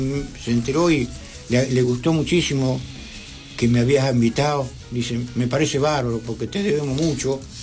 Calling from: Viedma, Río Negro, Argentina; saludar a todo mi pueblo, mi comarca y Patagonia y Viedma

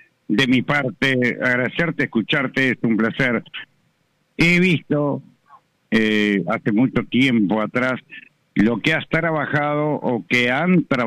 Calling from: Uruguay; a mi manera de pensar como uruguayo que soy

